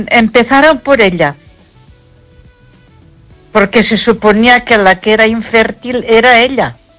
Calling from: Ponferrada, Castile and León, Spain; Buenas noches, Esther … de Ponferrada.

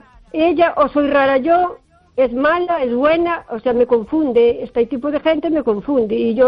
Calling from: O Carballiño, Galicia, Spain; de Carballiño.

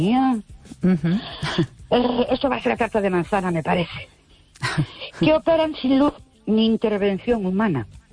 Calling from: Ourense, Galicia, Spain; de Ourense.

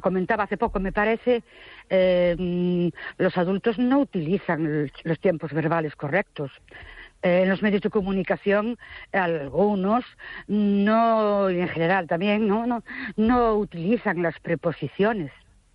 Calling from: Ourense, Galicia, Spain; de Orense.

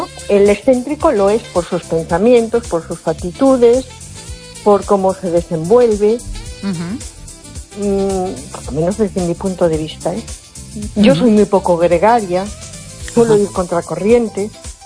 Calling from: A Coruña, Galicia, Spain; de Coruña.

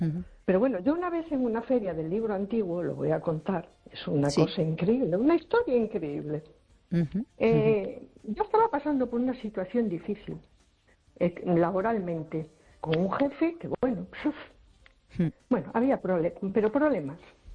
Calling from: A Coruña, Galicia, Spain; de Coruña.

